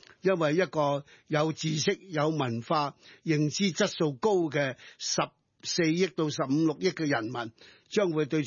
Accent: Hong Kong; 我係观察咗呢二十点係作为一个香港人对国家观察嘅一啲嘅微小嘅睇法。

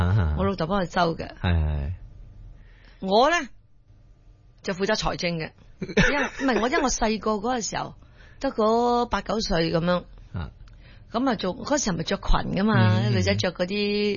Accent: Ipoh, Perak, Malaysia; moved away; 我以前小时候在怡宝住的地方呢

